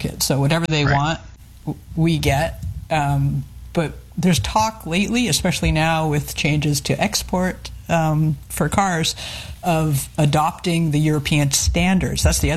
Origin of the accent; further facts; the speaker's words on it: Canada; You're absolutely right. Canadians wouldn't, but we are American for all intents and purposes when it comes to the market.